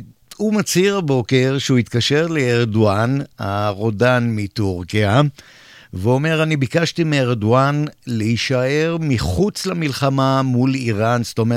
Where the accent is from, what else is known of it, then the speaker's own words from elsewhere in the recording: Ramla, Central District, Israel; born there; moved away; אני גדלתי באזור, את תחילת שנות חיי גדלתי ברמלה